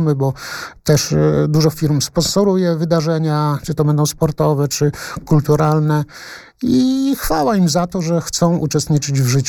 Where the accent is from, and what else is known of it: Łomża, Podlaskie Voivodeship, Poland